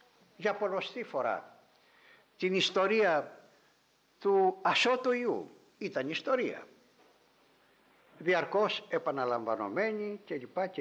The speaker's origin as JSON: {"language": "Greek", "area": "Ikaria", "region": "North Aegean", "country": "Greece", "moved": "yes", "said": "στην πατρίδα μου την Ικαρία, όπου έχω ησυχία όταν πάω"}